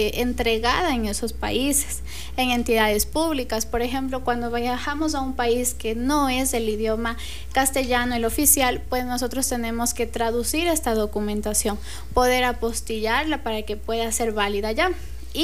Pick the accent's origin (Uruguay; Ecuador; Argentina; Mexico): Ecuador